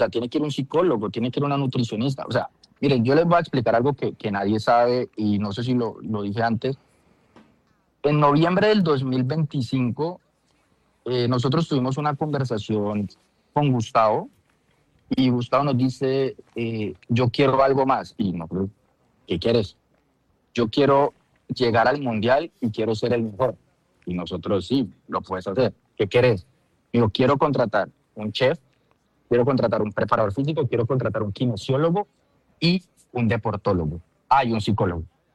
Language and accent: Spanish; Colombia; Porque nosotros como colombianos, nosotros, o sea, el tema